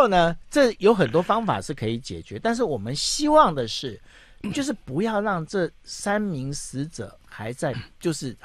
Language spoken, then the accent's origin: Chinese; Taiwan; 我说废话，我是台湾人，当然台湾人思维